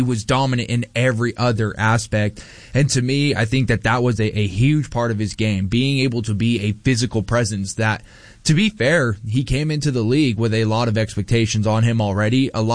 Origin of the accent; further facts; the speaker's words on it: California, United States; growing up in the Bay Area, a guy like me, there wasn't a lot of college football